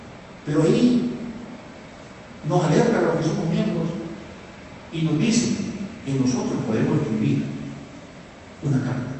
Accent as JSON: {"language": "Spanish", "country": "El Salvador", "moved": "yes", "said": "No solamente aquí los que vivimos en este país, sino que usted que vive ahí en mi país."}